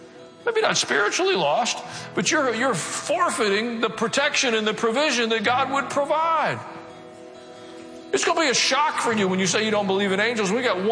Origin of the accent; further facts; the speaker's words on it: the South, United States; but I was raised in the South